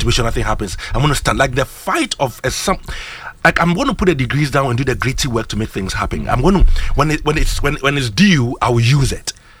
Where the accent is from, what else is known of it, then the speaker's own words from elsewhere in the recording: Cape Coast, Central Region, Ghana; I'm from Cape.